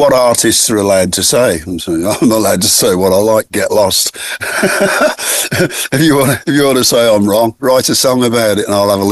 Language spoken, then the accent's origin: English; Midlands, United Kingdom; born or raised there